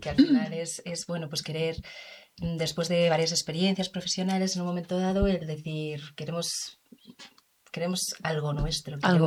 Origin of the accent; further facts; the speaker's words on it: Madrid, Community of Madrid, Spain; born there; somos de Madrid, los dos nacimos aquí